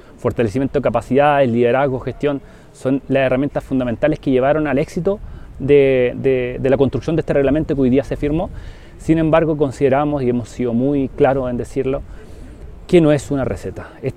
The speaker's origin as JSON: {"language": "Spanish", "town": "Curarrehue", "region": "Araucanía", "country": "Chile", "said": "nosotras y nosotros los mapuches acá, mapuche, pehuenche, huinculche del territorio de Curarrehue"}